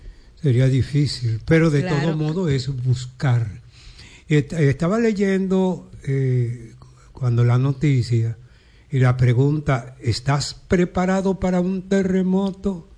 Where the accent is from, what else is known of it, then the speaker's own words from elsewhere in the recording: Dominican Republic; ¿Cuántos somos los dominicanos?